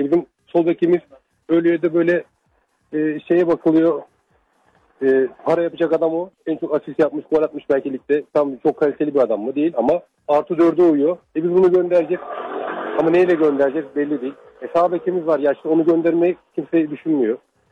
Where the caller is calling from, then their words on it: Istanbul, Turkey; İstanbul'dan arıyorum.